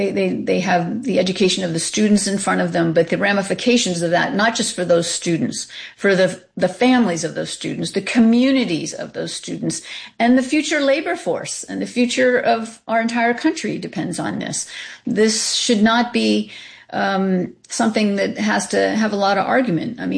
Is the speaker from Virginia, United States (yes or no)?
no; Pennsylvania, United States; I know Pennsylvania did this a few years back. That's my home state.